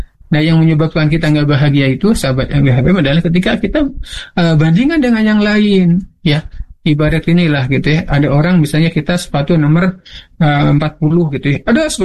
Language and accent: Indonesian; Indramayu, West Java, Indonesia; saya asli Indramayu, lahir